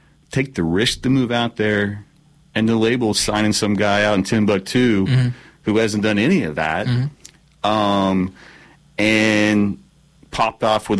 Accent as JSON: {"language": "English", "town": "Kansas City", "region": "Missouri", "country": "United States", "tie": "born there", "also_born_or_lived": "Nevada, Missouri", "moved": "as an adult", "lives_now": "Nashville, United States", "said": "I came from Kansas City, Missouri, like you said. I grew up in the Kansas City metro area for a long time."}